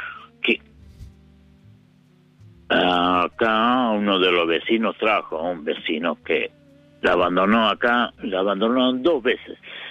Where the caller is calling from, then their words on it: Longchamps, Buenos Aires Province, Argentina; Disculpa tú. Soy de Longchamp.